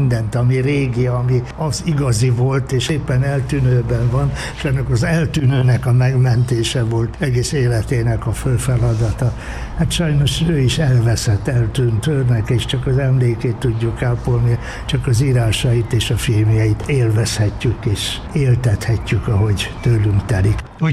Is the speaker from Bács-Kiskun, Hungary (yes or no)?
no; Győr, Győr-Moson-Sopron, Hungary; also born or lived in Budapest; Budapesten születtem, de hogy mondani szoktam, hogy eszmélésem város a Győr, mert hát fél éves koromban oda kerültem.